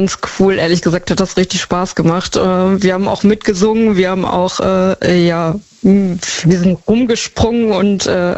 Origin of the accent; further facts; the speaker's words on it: Dortmund, North Rhine-Westphalia, Germany; Ja. Aus Dortmund.